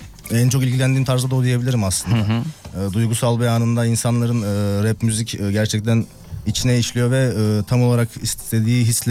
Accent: Ankara, Turkey; Ankara'da doğup büyüdüm. 25 yaşındayım şu an.

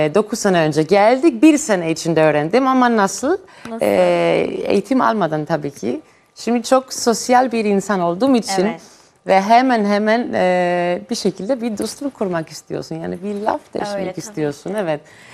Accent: Germany; first language Greek; Turkish is a second language; moved away as an adult; now in Turkey; Ben Yunan asıllıyım ama Almanya'da doğdum, büyüdüm.

